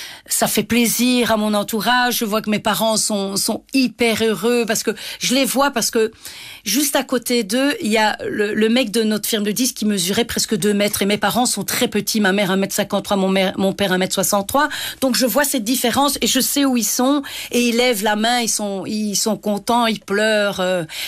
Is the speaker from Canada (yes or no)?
no; Liège, Wallonia, Belgium; On vient de Liège, on est dans une petite ville.